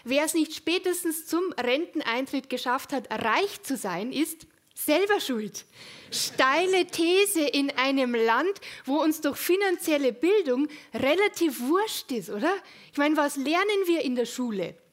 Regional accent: Munich, Bavaria, Germany; Ich komme aus München.

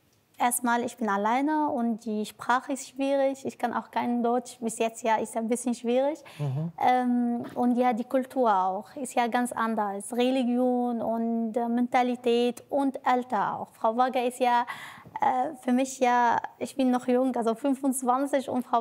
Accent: Tunisia; Und sie war auch mehrmals bei uns in Tunesien zu Hause.

